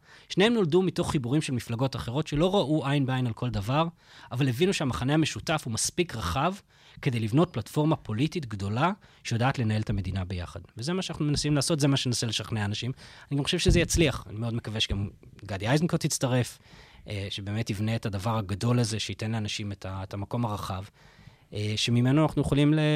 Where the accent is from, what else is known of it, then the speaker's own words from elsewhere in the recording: England, United Kingdom; now in Israel; באנגליה, שם גדלתי, והייתי שם